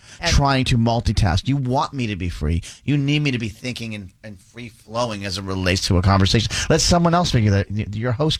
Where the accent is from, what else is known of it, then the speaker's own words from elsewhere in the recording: Newton, Massachusetts, United States; We grew up in Newton South High School.